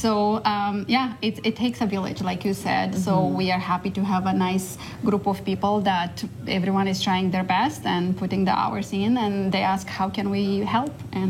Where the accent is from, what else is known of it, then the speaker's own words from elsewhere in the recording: Moldova; moved away as an adult; now in Canada; I'm originally from Moldova. So yeah. Philanthropy, it was something new to me when I came mm-hmm. to Canada.